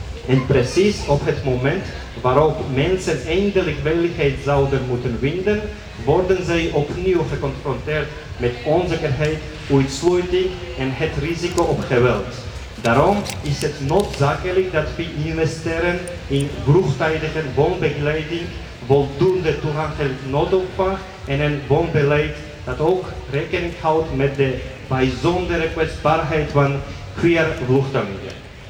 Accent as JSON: {"language": "Dutch", "country": "Georgia", "second_language": "Dutch", "lives_now": "Antwerp, Belgium"}